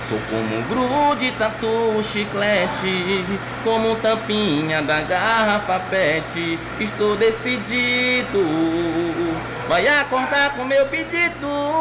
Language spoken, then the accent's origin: Portuguese; Buerarema, Bahia, Brazil; sou de Buerarema, neto de do finado Leandro, meu avô. Morei ali em frente a João do Beco.